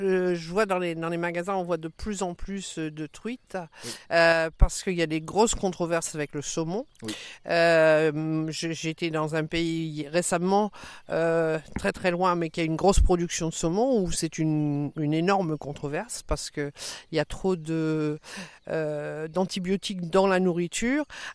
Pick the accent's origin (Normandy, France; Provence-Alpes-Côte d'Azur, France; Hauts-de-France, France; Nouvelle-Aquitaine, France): Hauts-de-France, France; Parce que moi je viens du Nord, hein, les binges.